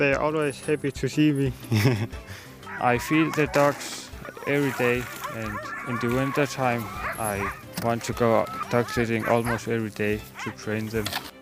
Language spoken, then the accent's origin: English; Sisimiut, Qeqqata, Greenland; it's here in my hometown, Sisimiut.